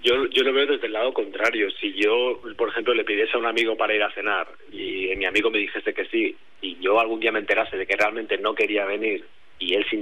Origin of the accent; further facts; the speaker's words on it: Manacor, Balearic Islands, Spain; Sí, yo soy de Mallorca. Manacor.